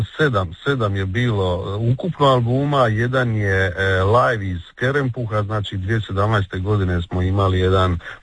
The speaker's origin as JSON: {"language": "Croatian", "region": "Dalmatia", "country": "Croatia", "lives_now": "Zagreb, Croatia", "said": "ali svi smo u Zagrebu, evo, znači manje više svi Dalmatinci na privremenom radu u Zagrebu"}